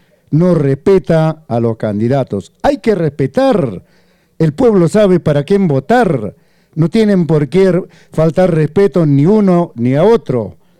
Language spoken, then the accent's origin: Spanish; Peru; todos seguimos siendo peruanos.